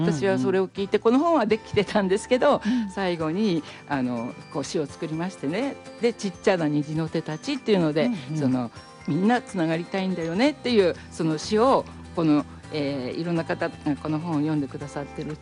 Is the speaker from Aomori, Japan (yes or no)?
yes; Hachinohe, Aomori, Japan; moved away as an adult; also born or lived in Tokyo; 私は八戸出身ですけど長く東京で仕事をして戻ってきてから